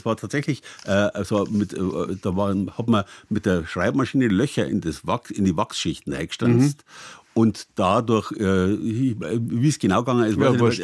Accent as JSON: {"language": "German", "town": "Landshut", "region": "Bavaria", "country": "Germany", "tie": "born or raised there"}